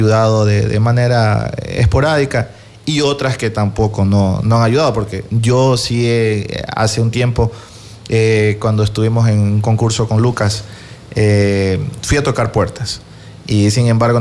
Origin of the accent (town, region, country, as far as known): Ecuador